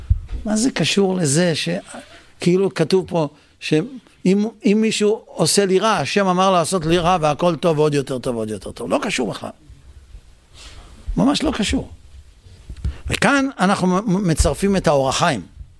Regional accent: Netanya, Central District, Israel; כשגדלנו ילדים בנתניה, אז הייתה השכנה למעלה.

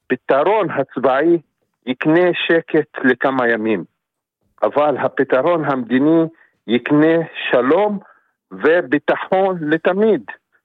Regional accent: Palestine; אני עכשיו פלסטיני, אבל מכיר טוב את הישראלים

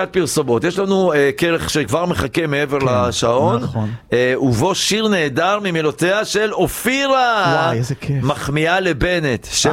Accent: Kiryat Yam, Haifa District, Israel; אני גדלתי בקריית ים.

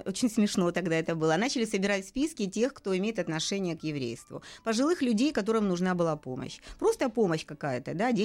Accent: Luhansk, Luhansk Oblast, Ukraine; Я из Луганска.

